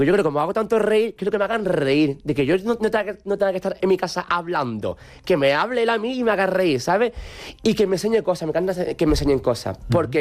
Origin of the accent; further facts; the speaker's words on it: Andalusia, Spain; Yo soy súper ateo, yo el mundo de la Semana Santa no me gusta, siendo andaluz no me gusta.